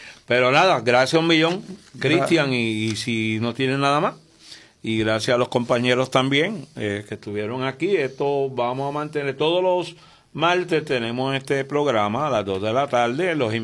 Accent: Aguada, Puerto Rico; Aguada, mi pueblo, mi ciudad.

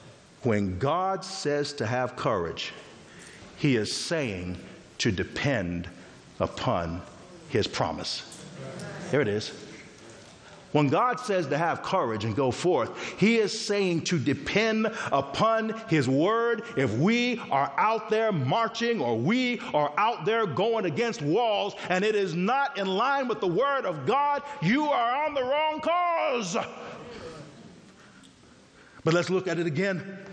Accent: West Coast, United States; I come from the West Coast and we don't need umbrellas out there.

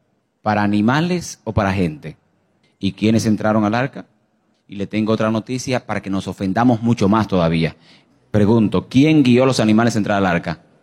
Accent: Santiago de los Caballeros, Santiago, Dominican Republic; en la ciudad donde nos criamos, en Santiago, República Dominicana, la ciudad donde me crié tiene una de las entradas más largas en recta y más impresionante que tiene todo el Caribe.

